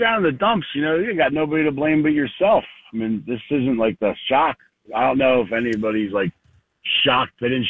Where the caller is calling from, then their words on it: Philadelphia, Pennsylvania, United States; We're from Philadelphia.